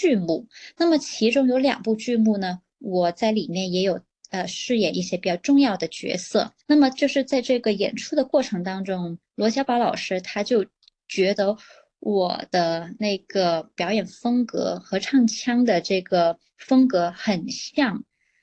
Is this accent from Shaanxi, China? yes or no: no; Guangdong, China